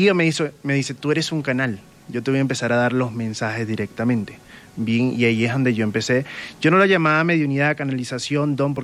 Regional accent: Venezuela; now in Madrid, Spain; Yo soy venezolano, pero me encuentro viviendo en España, Madrid.

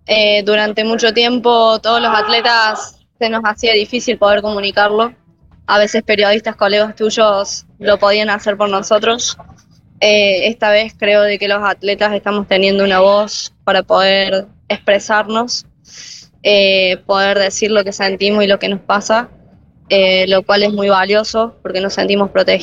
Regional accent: Córdoba, Argentina

